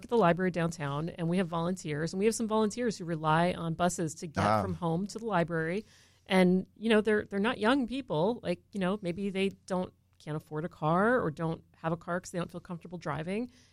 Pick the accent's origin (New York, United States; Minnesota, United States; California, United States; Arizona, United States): New York, United States; moved away as an adult; also born or lived in Englewood, New Jersey / Albany, New York / Baltimore, Maryland; now in Orlando, United States; I was born in Englewood, New Jersey. Grew up in right outside of New Jersey in a small town in upstate New York, and then I went to college upstate, and then moved down to Baltimore because I was living in Albany, New York